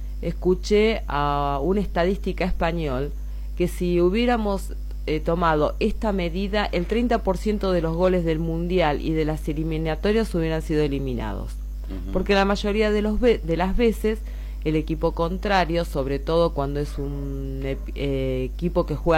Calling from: Argentina

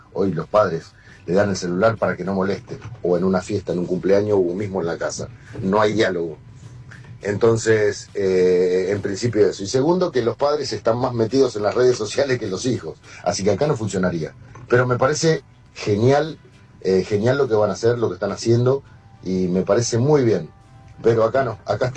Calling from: Argentina

